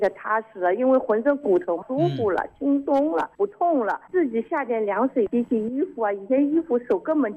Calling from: Wuhan, Hubei, China; 我是武昌，

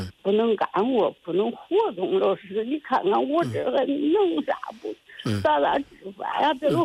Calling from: Liaocheng, Shandong, China; 我是山东聊城的。

